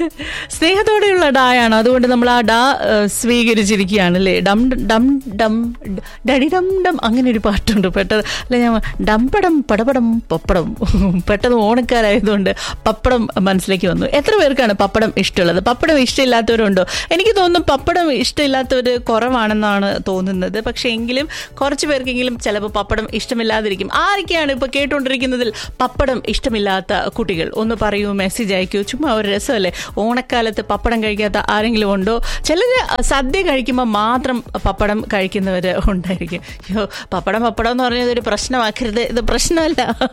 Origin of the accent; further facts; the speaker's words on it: Thiruvananthapuram, Kerala, India; ഞങ്ങൾ തിരുവനന്തപുരത്തുകാരെന്തെന്ന് പറയും